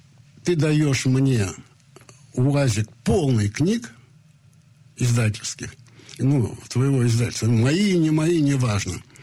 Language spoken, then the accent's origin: Russian; Russia; moved away; стране, в которой я родился, вырос, на языке, которого я разговариваю. Других у меня языков нет.